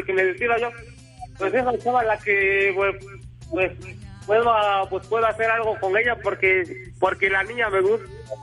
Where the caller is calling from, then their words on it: Tecamalucan, Veracruz, Mexico; De Tecamalucan, de Veracruz.